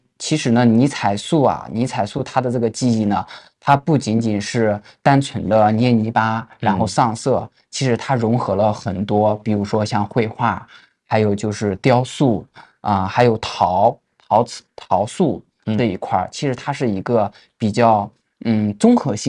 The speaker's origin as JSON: {"language": "Chinese", "region": "Henan", "country": "China", "moved": "as an adult", "lives_now": "Xinjiang, China", "said": "你一个河南人，你怎么会做新疆的这个特色的"}